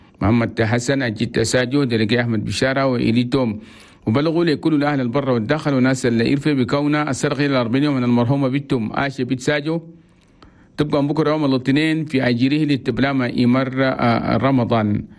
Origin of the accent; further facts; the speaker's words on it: Chad; بلدنا تشاد بلد توماي